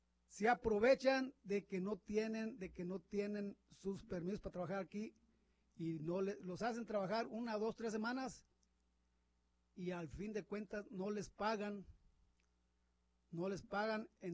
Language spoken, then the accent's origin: Spanish; Mexico; Todas las personas que venimos de por allá de México, todas las personas que cruzamos